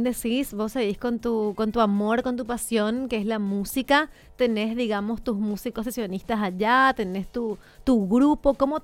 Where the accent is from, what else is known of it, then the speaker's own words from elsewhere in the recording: Paraguay; moved away; soy de Paraguay, ah, latino